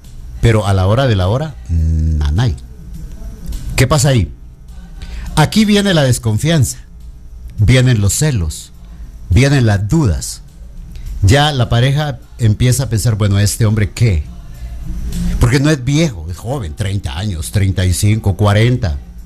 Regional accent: Guatemala; aquí somos chapines y hablamos con chapines

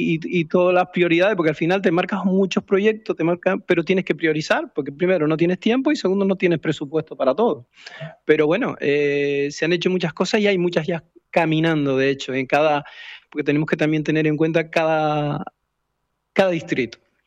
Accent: La Gomera, Canary Islands, Spain; cuando vine de La Gomera, estudié en el Padre Ancheta. Entonces, para diferenciarme del resto, todo el mundo

